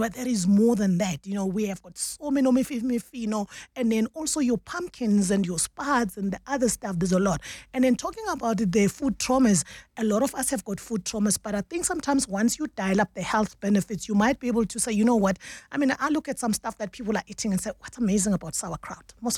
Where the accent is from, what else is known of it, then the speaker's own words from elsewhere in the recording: Mpumalanga, South Africa; Yeah, because I come from the Lowveld where, if you know Mbombela, Nelspruit used to be called as the city of Imboza Nema Orange, which is the tobacco and oranges. So I come from that area.